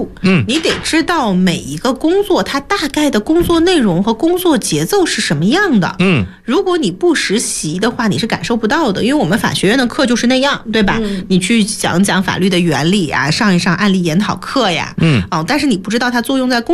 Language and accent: Chinese; Ma'anshan, Anhui, China; born there; moved away as an adult; also born or lived in Beijing; 我是出生在安徽省马鞍山市